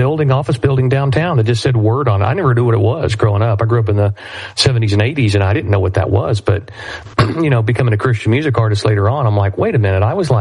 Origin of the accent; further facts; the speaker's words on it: Waco, Texas, United States; Born and raised in Waco, Texas.